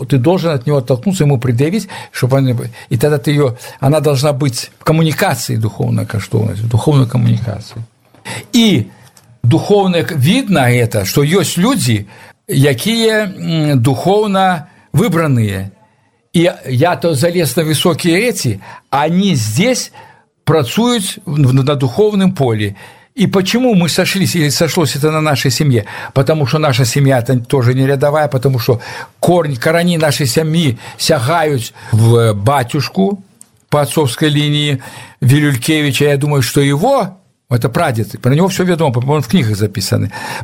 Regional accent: Vawkavysk, Grodno Region, Belarus; moved away as an adult; now in Moscow, Russia; никакого акцентования не было на том, что мы белорусы. У нас в семье размовляли, до речи, по-польску, а мы размовляли уже в русской школе по-русски, в Волковыске в городе.

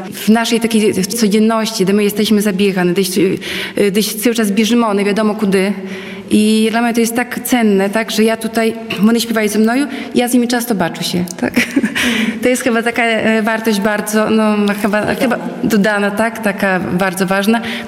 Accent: Łosinka, Podlaskie Voivodeship, Poland; now in Hajnówka, Poland; No ja na przykład dojeżdżaję z Hajnówki, ale pochodzę z Łosinki i też jakby, no, związana sercem z Łosinką, tak, bo tutaj wychowała się, tutaj chodzi do szkoły, tutaj rodzice żyli

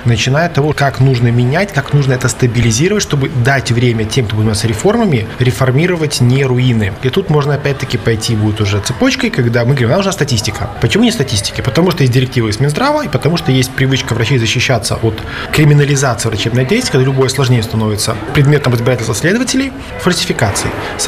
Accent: Belarus; Если у нас разница между заболеваниями сердца, основными заболеваниями, только мы белорусы, по двум соседним областям в 4 раза, это говорит о том, что статистики нету.

